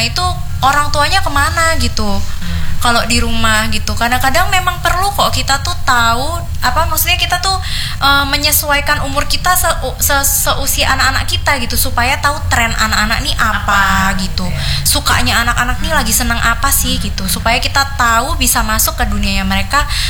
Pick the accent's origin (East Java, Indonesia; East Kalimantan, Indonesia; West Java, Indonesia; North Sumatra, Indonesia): East Kalimantan, Indonesia; Samarinda; kita sebagai warga Samarinda yang cinta terhadap Kota Samarinda